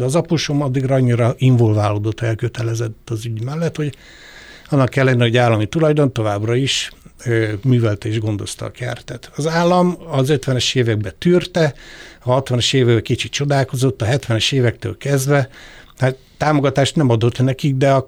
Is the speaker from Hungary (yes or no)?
yes; Budapest, Hungary; born there; Amúgy én budapesti születésű vagyok